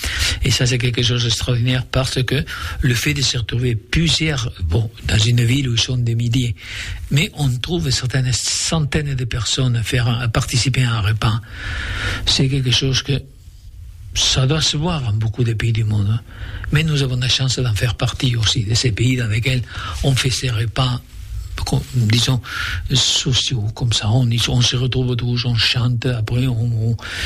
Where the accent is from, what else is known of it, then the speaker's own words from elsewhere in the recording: Aragon, Spain; m'he criat en la Franja de Ponent